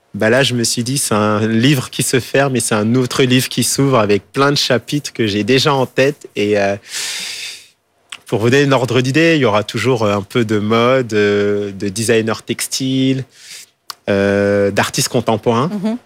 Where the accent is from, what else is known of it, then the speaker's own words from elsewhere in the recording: Île-de-France, France; also born or lived in Paris; je suis né à Paris, 18e, mais j'ai grandi en banlieue.